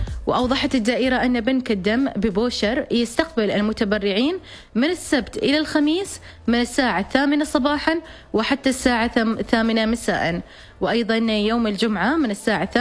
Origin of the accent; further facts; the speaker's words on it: Oman; مثل ما تعودنا نحن كمجتمع عماني